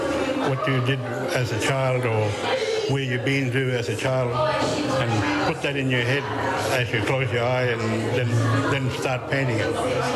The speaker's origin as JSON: {"language": "English", "town": "Roebourne", "region": "Western Australia", "country": "Australia", "tie": "born or raised there", "said": "back in the 80s as a kid growing up. Some of these places now that's still there, some there's more changes that happen in Roebourne."}